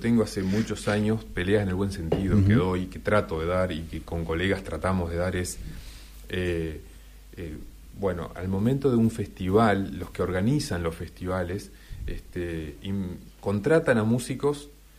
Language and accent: Spanish; Ansina, Tacuarembó, Uruguay; moved away; Yo vengo de Ancina, vengo de un pueblo que éramos 3.000 habitantes.